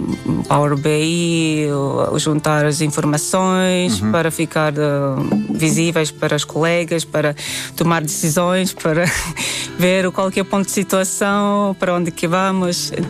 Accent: Latvia; Portuguese is a second language; Perguntavam de onde é que eu sou, disse que eu sou da Letónia.

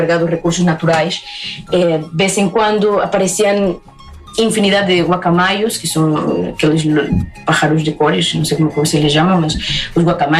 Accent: Pucallpa, Ucayali, Peru; E por acaso, de onde eu sou, que é Pucallpa, é o rio Ucayali.

